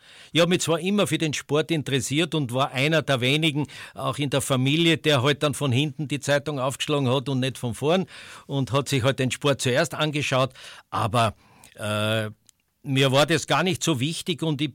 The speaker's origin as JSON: {"language": "German", "region": "Styria", "country": "Austria", "said": "Und ich war halt ein Steirer, der halt ein bisschen schert."}